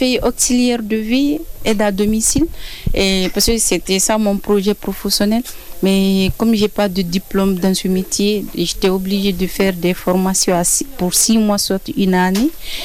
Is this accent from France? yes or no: no; Guinea; je suis guinéenne.